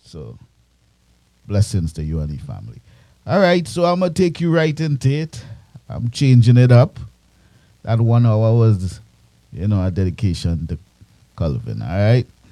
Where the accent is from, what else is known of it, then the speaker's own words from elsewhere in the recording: Trinidad & Tobago; moved away; one of my best friends I grew up with in Trinidad and Tobago